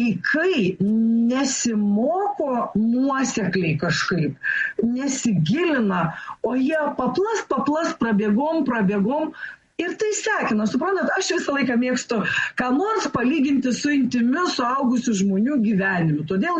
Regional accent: Švenčionys, Vilnius County, Lithuania; mano gimtojo miesto Švenčionių gimnazija

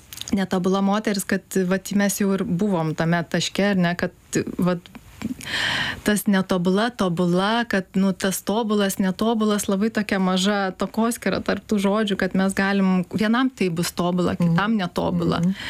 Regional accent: Panevėžys, Panevėžys County, Lithuania; Taip, aš iš Panevėžio.

